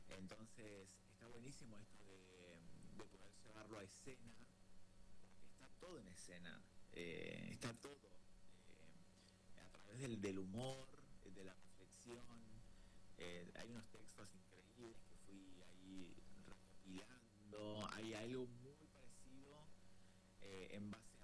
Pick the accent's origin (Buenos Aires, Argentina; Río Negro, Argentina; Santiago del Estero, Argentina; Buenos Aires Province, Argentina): Río Negro, Argentina; Villa Manzano; moved away; mi pueblo, que es Villa Manzano